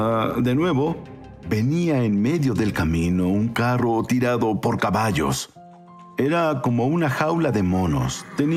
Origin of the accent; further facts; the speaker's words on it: Canada; Yo soy de Canadá y es invierno.